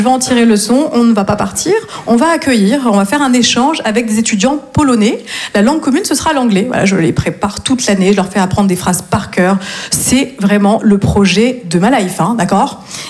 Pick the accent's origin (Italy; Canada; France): France; Grand Est; moved away as an adult; also born or lived in Nancy; now in Marseille, France; Je viens du nord-est de la France et je me suis installée à Marseille il y a tout juste 3 ans et demi.